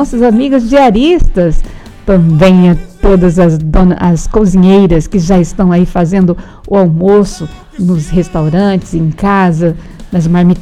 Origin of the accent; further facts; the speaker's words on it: Brazil; Nós, como brasileiros